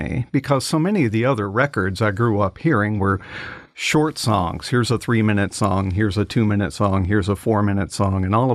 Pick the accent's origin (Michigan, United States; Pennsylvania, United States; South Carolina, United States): Michigan, United States; Albion; Our little grocery store, I'm from the Albion, Michigan area, our little grocery store had a 3-rack album selection that you could pick a few records out of.